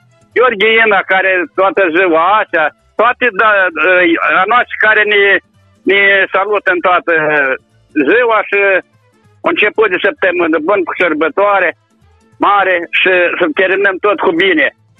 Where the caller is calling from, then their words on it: Bilicenii Vechi, Sîngerei District, Moldova; de la Bilicene Vechi